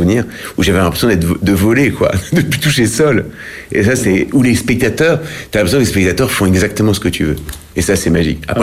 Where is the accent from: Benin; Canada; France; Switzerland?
France; Rouen, Normandy; also born or lived in Le Havre; Je suis de Rouen, mais j'étais en pension au Havre.